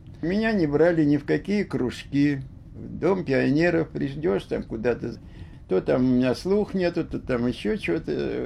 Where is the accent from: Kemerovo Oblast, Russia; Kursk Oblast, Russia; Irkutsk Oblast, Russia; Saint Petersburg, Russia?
Saint Petersburg, Russia; Я родился на Васильевском, в больнице Отто, и там прожил практически до окончания школы. Четвертая линия, 24-я школа